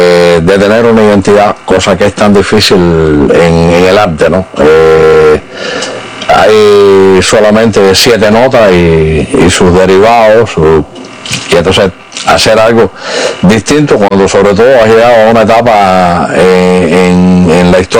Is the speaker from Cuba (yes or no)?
yes; Cuba; ser cubano me ha dado la posibilidad de hacer una mezcla completamente distinta de la música que más me gusta